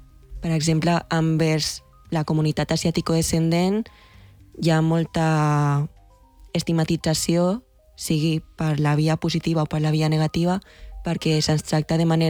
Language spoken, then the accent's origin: Catalan; Catalonia, Spain; also born or lived in China